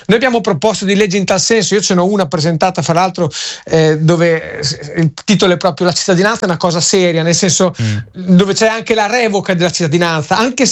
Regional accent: Emilia-Romagna, Italy; sono romagnolo a Villa Verucchio

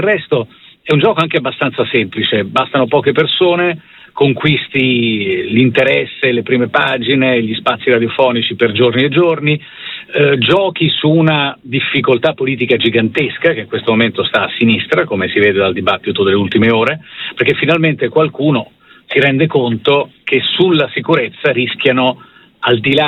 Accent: Naples, Campania, Italy; Io sono di Napoli, ho vissuto l'agonia decennale, ultra decennale dell'Ilva di Bagnoli

